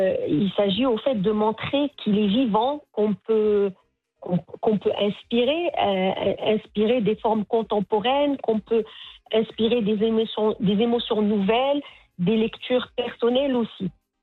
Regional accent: Morocco; son choix était d'exposer deux artistes qu'elle représente, moi en tant que marocaine et lui français.

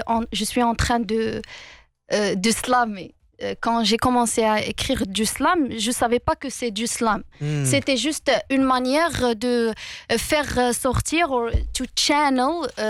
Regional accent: Fez, Fès-Meknès, Morocco; French is a second language; C'est plutôt parce que, encore, je suis marocaine. Je suis issue d'une famille modeste, très modeste. J'ai grandi dans un quartier populaire de Medina Qdima à Fès.

